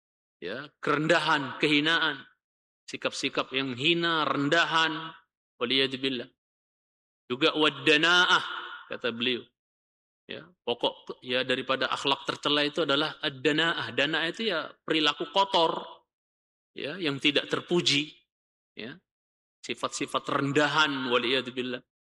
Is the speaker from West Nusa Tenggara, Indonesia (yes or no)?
yes; Lombok, West Nusa Tenggara, Indonesia; Ya, kalau saya orang Lombok … misalnya begitu.